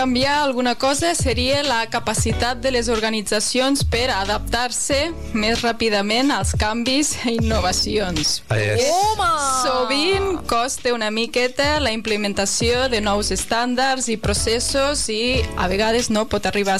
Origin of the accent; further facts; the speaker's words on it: Lleida, Catalonia, Spain; Ja que sóc de Lleida